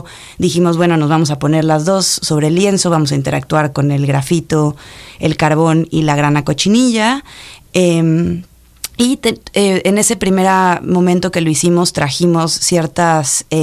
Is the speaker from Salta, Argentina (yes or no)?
yes; Salta, Argentina; Ay, mira, yo aquí traje tierra de Salta, de mi tierra. Una tierra roja maravillosa, que es una provincia argentina.